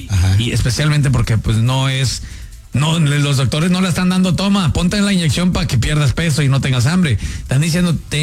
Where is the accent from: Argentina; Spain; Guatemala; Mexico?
Mexico; Pero como buenos mexicanos, yo no sé si buenos mexicanos o es parte de la cultura latina que decimos